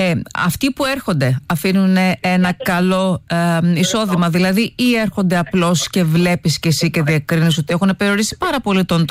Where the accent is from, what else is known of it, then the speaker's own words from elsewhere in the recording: Tinos, South Aegean, Greece; που είμαι από την Τίνο